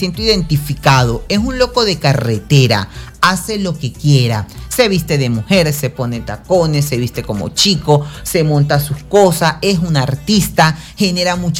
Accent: Venezuela

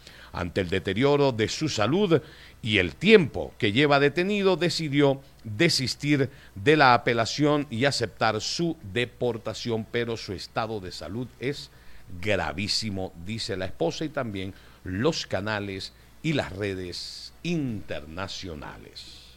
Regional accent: Venezuela

